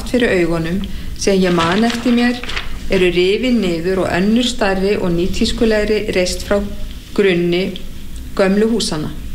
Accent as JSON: {"language": "Icelandic", "region": "Capital Region", "country": "Iceland", "tie": "born or raised there"}